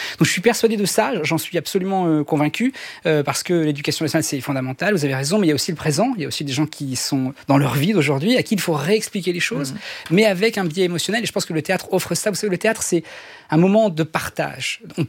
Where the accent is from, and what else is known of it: France